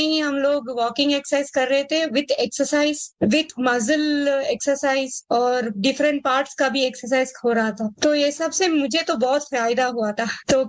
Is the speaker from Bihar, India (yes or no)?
no; Hyderabad, Telangana, India; मैं हैदराबाद से हूँ